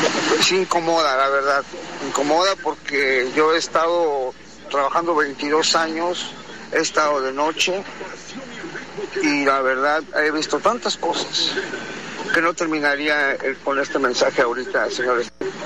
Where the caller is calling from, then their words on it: Mexico; todos somos mexicanos.